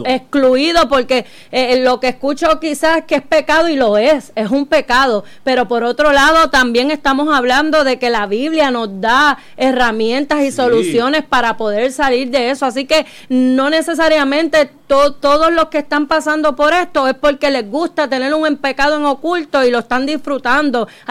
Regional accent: Puerto Rico; porque somos puertorriqueños

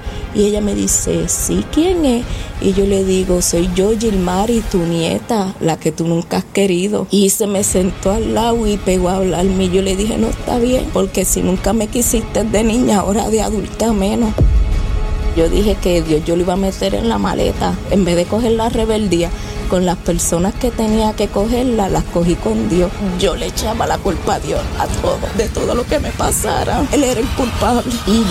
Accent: Trujillo Alto, Puerto Rico; also born or lived in Carolina; now in Canóvanas, Puerto Rico; pues nací en Carolina, me crié en Trujillo Alto, entonces ahora pues actualmente vivo en Canóvanas

